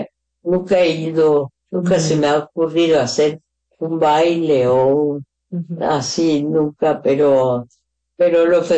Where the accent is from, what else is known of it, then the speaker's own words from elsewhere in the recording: Mexico; now in Mexico City, Mexico; lo que sucede en mi país